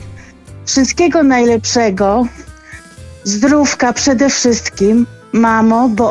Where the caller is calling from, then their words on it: Grudusk, Masovian Voivodeship, Poland; Ja dzwonię z Gruduska.